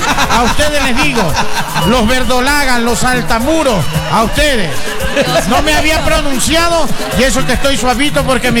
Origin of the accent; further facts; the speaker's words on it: Ecuador; Así somos los ecuatorianos.